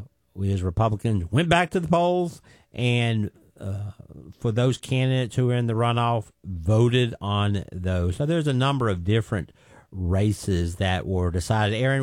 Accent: Huntsville, Alabama, United States; I was born in Huntsville, so a lot of us Huntsvillians were extremely proud

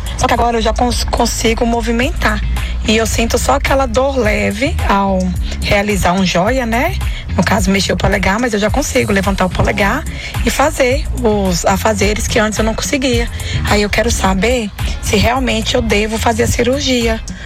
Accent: Ribeirão das Neves, Minas Gerais, Brazil; sou de Ribeirão das Neves.

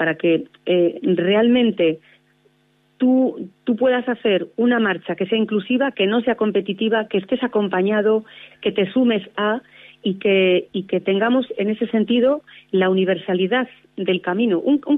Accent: Santiago de Compostela, Galicia, Spain; born there; now in Liébana, Spain; yo nací en Santiago de Compostela, pero he de decir que mi corazón no es que esté dividido, es que lo suman dos partes. Una es la parte gallega, obviamente, como picheleira que soy y nací, y otra es la parte lebaniega, porque dos, que es donde vivo, resido y llevo más de 20 años

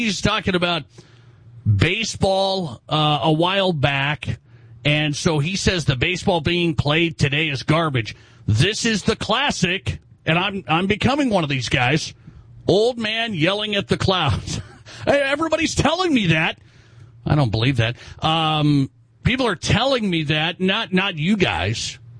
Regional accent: Montana, United States; I think I played wiffle ball back in the day in my hometown of Montana

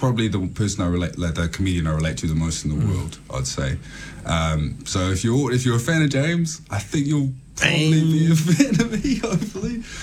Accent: New Zealand; Yeah, growing up in New Zealand, I was always massive fan of … things like that.

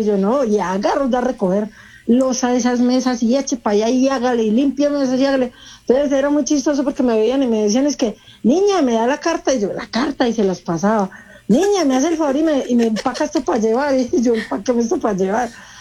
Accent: Manizales, Caldas, Colombia; Yo soy de Manizales, Caldas.

